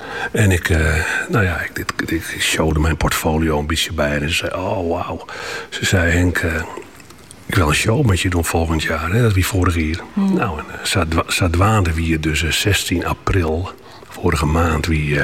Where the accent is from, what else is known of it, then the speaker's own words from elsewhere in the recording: Witmarsum, Friesland, Netherlands; ik zei uit Friesland en Nederland. Ik zei, wie het Marsum?